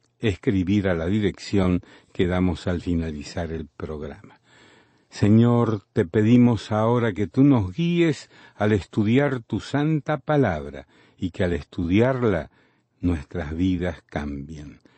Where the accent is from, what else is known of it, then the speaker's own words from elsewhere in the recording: Guatemala; Yo ya tengo 45 años de edad y hace muchos años que les vengo escuchando aquí en mi país, Guatemala.